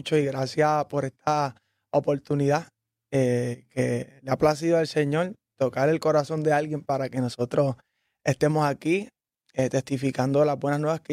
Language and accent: Spanish; Ponce, Puerto Rico; y pues nacimos en Ponce. Somos de Ponce. Y pues por obra y gracia del Señor, estuvimos un tiempo viviendo en la playa en Ponce y luego en la urbanización Villa Arillasca.